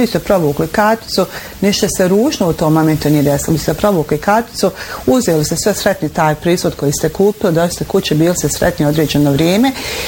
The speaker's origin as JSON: {"language": "Bosnian", "country": "Bosnia & Herzegovina", "said": "Znate, mi smo Bosanci, ja ne znam, jedan narod poput našeg da voli, mi smo vesel narod, srdačan"}